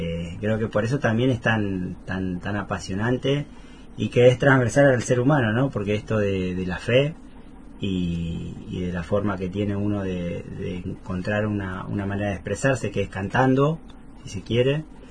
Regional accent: Buenos Aires Province, Argentina; now in Corrientes, Argentina; me toca decirlo como porteño, si se quiere, que yo siempre digo, no soy porteño, soy conurbano

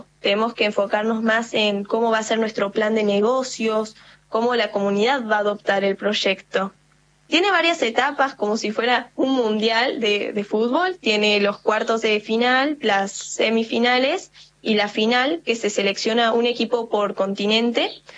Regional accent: Córdoba, Argentina; con Sofi somos las dos de Córdoba

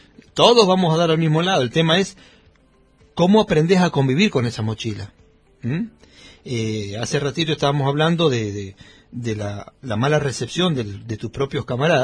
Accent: Argentina; un país como Argentina

